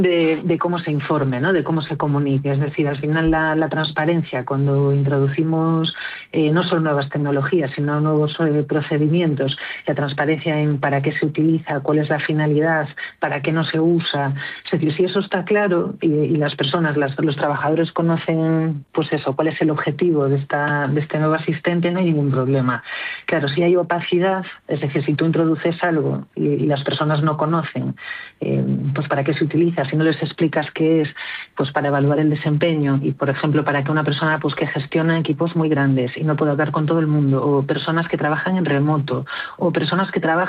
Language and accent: Spanish; Galicia, Spain; Yo, que soy gallega